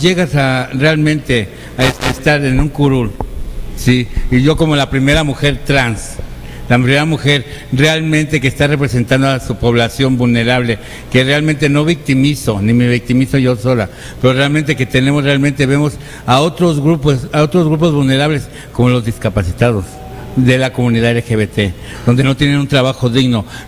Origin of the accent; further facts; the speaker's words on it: Puebla, Mexico; Y realmente somos poblanos, somos pobladas, y por amor a Puebla seguiremos trabajando por ustedes